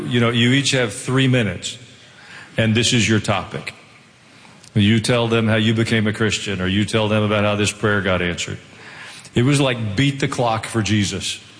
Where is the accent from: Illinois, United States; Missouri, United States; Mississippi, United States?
Missouri, United States; Kansas City; born there; I was born in Kansas City when you and mom were first married, we lived there, and you had a different job.